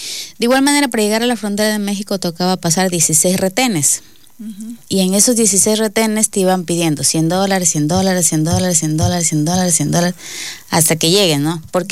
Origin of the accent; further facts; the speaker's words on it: Ecuador; moved away as an adult; yo soy ecuatoriana